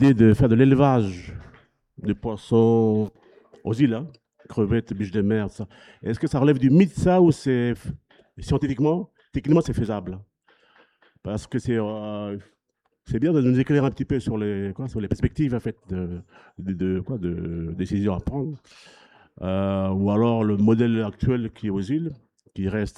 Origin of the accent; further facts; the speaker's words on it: Ouvéa, Loyalty Islands Province, New Caledonia; Là, je parle du Sud, parce que je suis du Sud d'Auvergne, mais il y a mon collègue qui est du Nord d'Auvergne